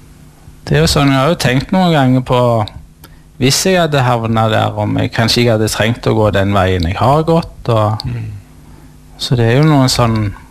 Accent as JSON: {"language": "Norwegian", "town": "Sandnes", "region": "Rogaland", "country": "Norway", "tie": "born there", "said": "jeg kom jeg jo fra Sandnes"}